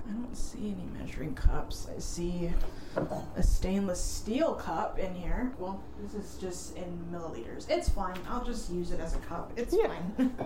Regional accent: Singapore; moved away as an adult; now in Oregon, United States; I grew up in Singapore

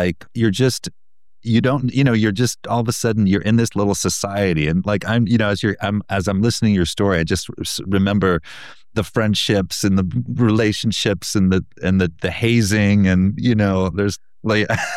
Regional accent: Maryland, United States; I grew up in Maryland

